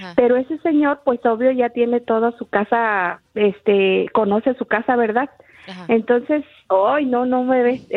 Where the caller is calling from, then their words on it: Arlington, Texas, United States; Hola, buenos días. Hablo de Arlington, Texas.